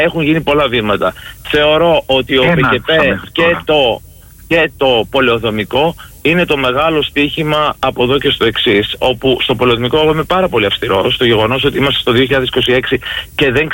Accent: Thessaloniki, Central Macedonia, Greece; είμαστε και συμπατριώτες από τη Θεσσαλονίκη

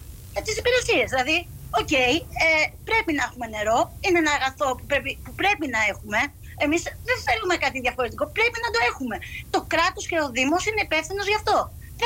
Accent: Zakynthos, Ionian Islands, Greece; επειδή είμαστε όλοι από τη Ζακύνθου

